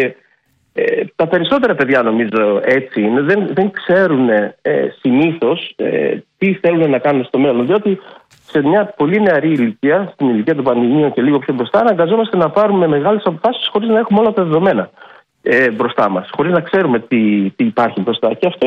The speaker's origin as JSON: {"language": "Greek", "town": "Serres", "region": "Central Macedonia", "country": "Greece", "tie": "born or raised there", "said": "Ναι, εγώ γεννήθηκα και μεγάλωσα στις Σέρρες, τελείωσα το λύκειο εκεί"}